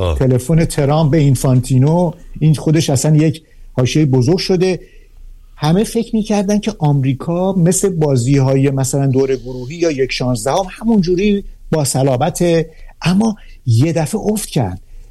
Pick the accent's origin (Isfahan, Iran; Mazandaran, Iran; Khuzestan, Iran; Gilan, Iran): Khuzestan, Iran; Ahvaz; born there; تو اهواز بودیم ما اون موقع، من نوجوان بودم،